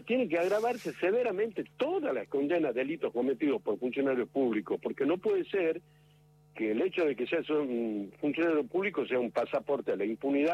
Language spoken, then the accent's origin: Spanish; Tucumán, Argentina; la vergüenza que nos tiene que dar como tucumano